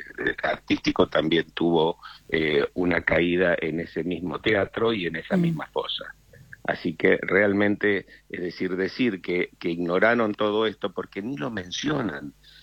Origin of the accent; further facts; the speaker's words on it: Argentina; nos ofende a todos como argentinos